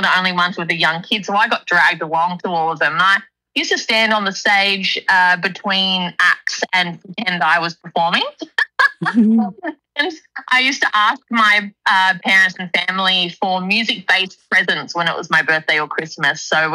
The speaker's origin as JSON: {"language": "English", "town": "Diamond Creek", "region": "Victoria", "country": "Australia", "tie": "born or raised there", "said": "I grew up in Diamond Creek, which is kind of borderline the burbs to almost country. I went to school in St. Helena, so near Alfred."}